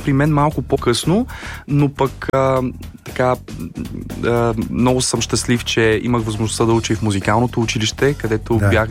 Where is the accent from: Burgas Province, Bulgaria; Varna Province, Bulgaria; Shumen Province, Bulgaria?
Burgas Province, Bulgaria; Burgas; най-вече песните на … защото аз съм от Бургас.